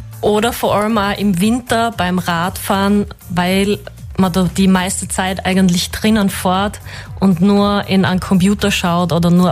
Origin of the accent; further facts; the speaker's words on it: Riegersburg, Styria, Austria; now in Fürstenfeld, Austria; Ja, ursprünglich komme ich aus Riggersburg.